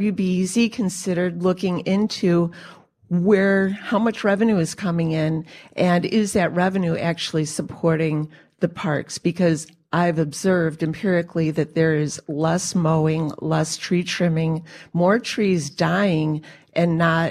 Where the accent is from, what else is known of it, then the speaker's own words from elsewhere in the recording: Chicago, Illinois, United States; from Chicago my whole life.